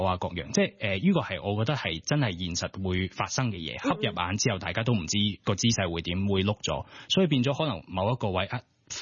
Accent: Hong Kong; born there; 我喺香港出世嘅，我喺乡下喺呢个顺德。

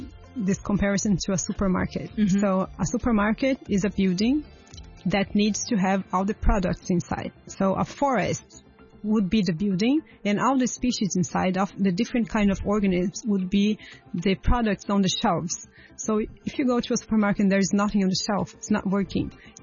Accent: Brazil; English is a second language; moved away as an adult; now in Hong Kong; Yes, so I'm from Brazil. I lived in Brazil during most of my life. I just moved to Hong Kong 4 years ago. And I grew up in the most biodiverse country in the world.

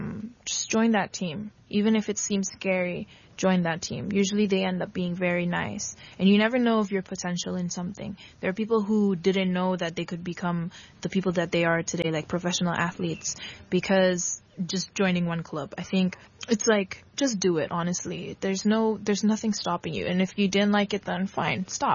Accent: Philippines; So, when they found out that, like, I'm Blasian, they're like, Filipina ka? And I'm like, yeah, you know, like, I'm Filipina.

